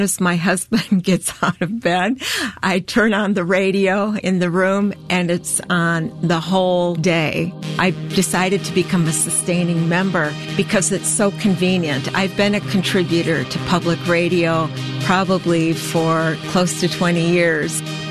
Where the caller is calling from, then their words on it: Sheldon, Wisconsin, United States; I'm from Sheldon, Wisconsin, and I enjoy being a WPR sustainer